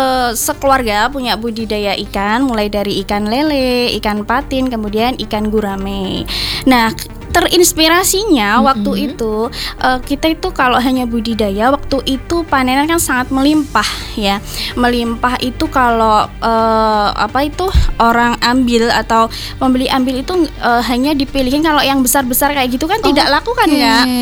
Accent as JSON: {"language": "Indonesian", "region": "Java", "country": "Indonesia", "tie": "born or raised there", "said": "Saya asli kelahiran dari desa Winong."}